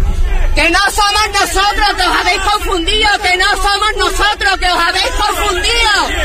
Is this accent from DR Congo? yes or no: no; Ceuta, Spain; que somos de Ceuta!